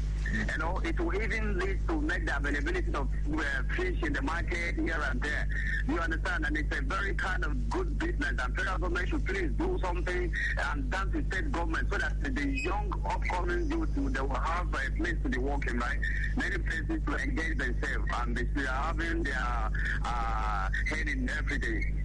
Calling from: Niger State, Nigeria; I am calling you from all the way from Niger State.

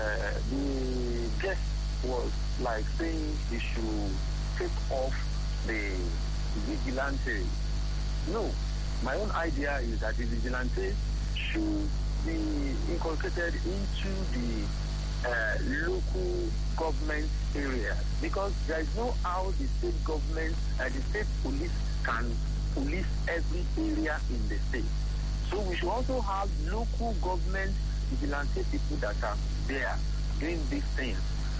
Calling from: Ondo, Nigeria; I'm calling you from Ondo State.

